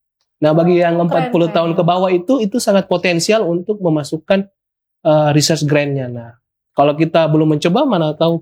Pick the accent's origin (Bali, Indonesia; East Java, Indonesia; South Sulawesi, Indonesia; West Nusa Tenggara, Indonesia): South Sulawesi, Indonesia; Makassar; now in Kupang, Indonesia; Saya dari Makassar.